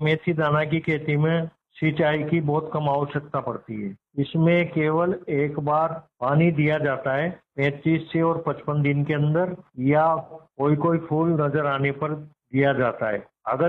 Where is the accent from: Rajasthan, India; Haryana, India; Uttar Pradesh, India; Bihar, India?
Rajasthan, India; Gulkhedi; गुलखेड़ी, तहसील छिपावड़ों, जिला बारा का रहने वाला हूँ। मैं एक किसान हूँ।